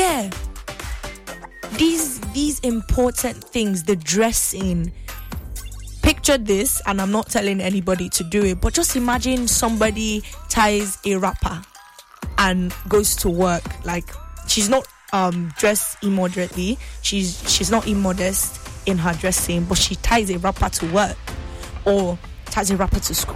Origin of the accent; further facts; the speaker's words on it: Ndoni, Rivers, Nigeria; I'm from Oba Igbema Ndoni. That's Onelga in Port Harcourt, River State. No, not in Port Harcourt, but in River State. So I ask them, I'm not saying that I'm fluent in my language, but it's something that I have decided to learn intentionally